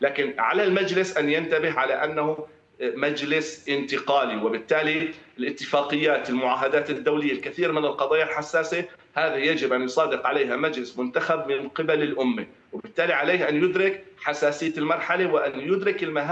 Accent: Syria; نحن كسوريين اليوم فرحين بما شاهدنا،

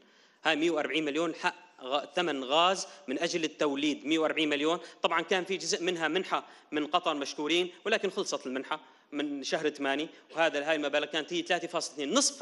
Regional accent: Syria; تستطيع تكرر للنفط الثقيل الموجود عندنا في سوريا في حال أزمات

